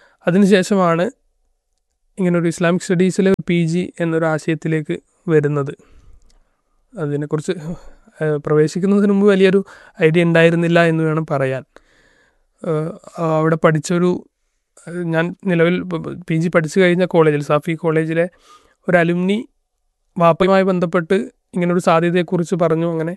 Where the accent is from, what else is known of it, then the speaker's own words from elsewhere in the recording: Kurumathur, Kerala, India; also born or lived in Nilambur; ഞാൻ കണ്ണൂർ ജില്ലയിലെ തളിപ്പറമ്പിനടുത്തുള്ള കുറുമാത്തൂർ എന്ന പ്രദേശത്തു നിന്നാണ് വരുന്നത്.